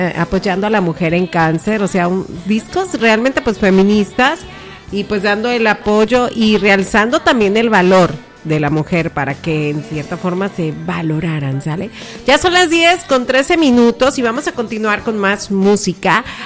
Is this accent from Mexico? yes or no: yes; Mexico; porque somos mexicanos